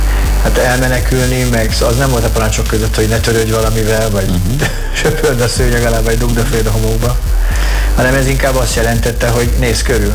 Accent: Hungary; ugye én Duna mellett nőttem fel

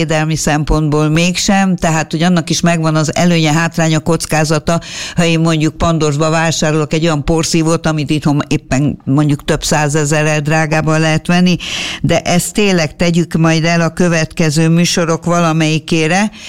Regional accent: Budapest, Hungary; de én pehjemre budapesti vagyok

